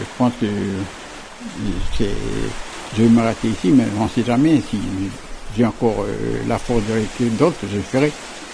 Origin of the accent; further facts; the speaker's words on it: Ouvéa, Loyalty Islands Province, New Caledonia; Des fois, je lis dans les émissions, hein, je lis un texte pour faire en sorte que même si je suis loin d'Ouvéa, de ma tribu, ben, je donne quand même mon témoignage